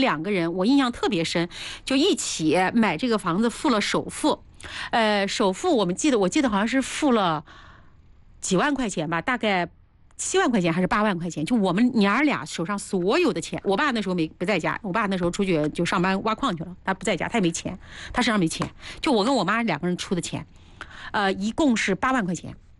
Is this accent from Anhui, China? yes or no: yes; Tongling, Anhui, China; moved away as an adult; now in Hefei, China; 然后我们当时在铜陵，就我老家在铜陵嘛